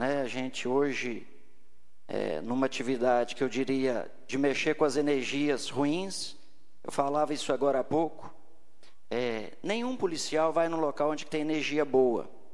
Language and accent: Portuguese; Dores do Indaiá, Minas Gerais, Brazil; moved away as an adult; also born or lived in Belo Horizonte; Eu nasci em Dores, doutor Zé Carlos, no quarto quarto da Santa Casa, na mão do doutor Fábio.